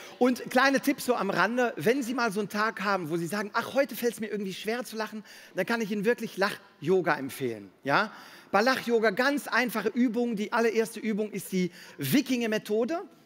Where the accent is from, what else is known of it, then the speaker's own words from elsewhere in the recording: Belgium; wie der Programmtitel schon sagt, ich komme aus Belgien